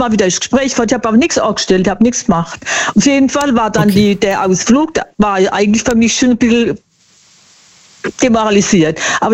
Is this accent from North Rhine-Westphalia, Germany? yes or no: no; Bad Schönborn, Baden-Württemberg, Germany; Aus Bad Schönborn. Wir haben schon öfters telefoniert.